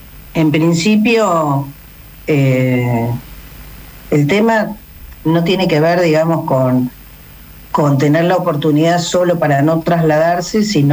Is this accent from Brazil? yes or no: no; Rosario, Santa Fe, Argentina; born there; now in Patagonia, Argentina; Sí, yo soy nacida en Rosario, ahí hice mis primeros estudios de profesorado de matemática y física, y luego cuando ya me vine para la Patagonia, ya por el 95